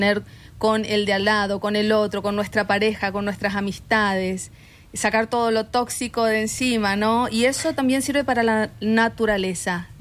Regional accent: northern Argentina, Argentina; del norte, de donde yo soy, Formosa y Chaco.

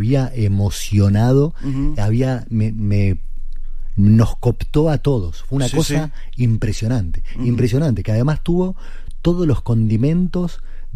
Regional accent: Argentina; Soy de Argentina.

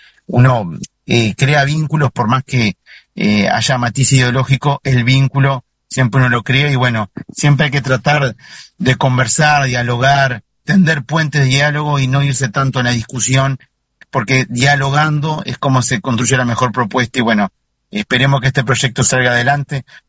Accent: Uruguay; todos los uruguayos, más los que somos en la campaña, como en mi caso

